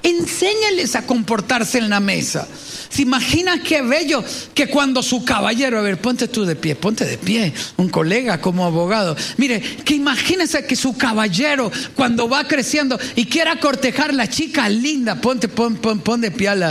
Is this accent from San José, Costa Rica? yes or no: no; Cañas, Guanacaste, Costa Rica; yo soy el hijo de Toño y Adela, de Cañas, de un pueblo pequeño, de una familia pobre